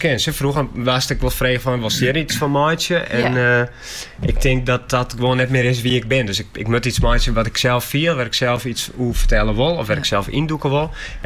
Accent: Friesland, Netherlands; Ik kom uit Mokwaar, hoeken, cultuurarme regio's, zoals ze deze kennen, hè, qua theater

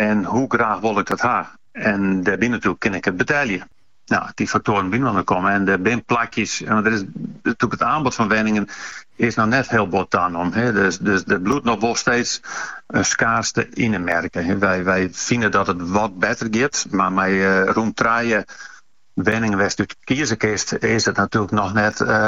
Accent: Friesland, Netherlands; Nee, we zijn Fries natuurlijk al een beetje hoos.

